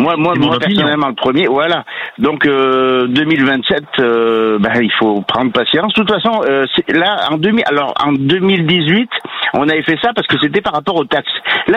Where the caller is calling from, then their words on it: Auvergne-Rhône-Alpes, France; Moi je suis de l'Ardèche, mais là je suis sur le Mans.